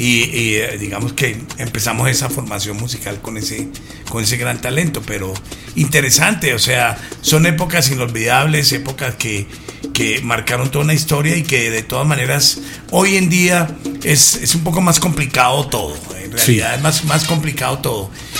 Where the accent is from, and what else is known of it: Colombia